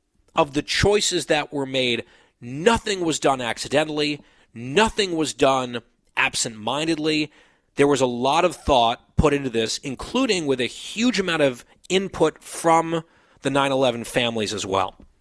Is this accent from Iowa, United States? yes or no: no; Ridgewood, New Jersey, United States; I did search my hometown, Ridgewood, New Jersey.